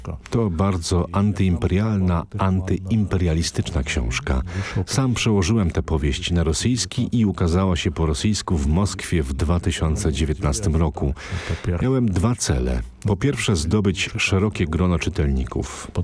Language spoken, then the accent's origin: Polish; Belarus; Psy Europy to Białorusini. My, Białorusini, jak psy, zawsze jesteśmy obok Europy.